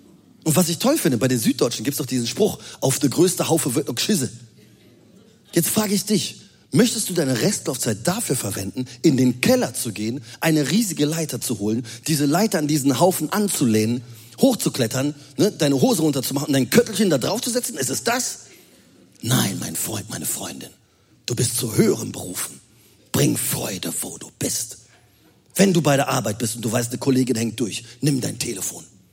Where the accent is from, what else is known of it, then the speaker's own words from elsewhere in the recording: Rhineland, Germany; Als Rheinländer. Der Rheinländer, der bleibt ruhig.